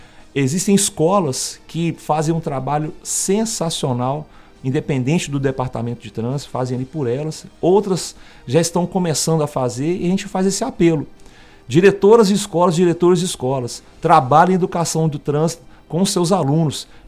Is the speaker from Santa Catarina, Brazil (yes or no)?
no; Governador Valadares, Minas Gerais, Brazil; Eu sou nascido e criado em Valadares